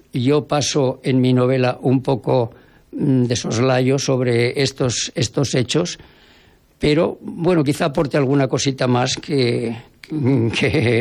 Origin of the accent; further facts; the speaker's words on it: Jaca, Aragon, Spain; viví aquí en los primeros años de mi vida y luego ya en mi juventud, en mi adolescencia, hasta que me fui a estudiar fuera de Jaca. Pero siempre he estado yendo y viniendo y siempre he tenido mi domicilio en Jaca también.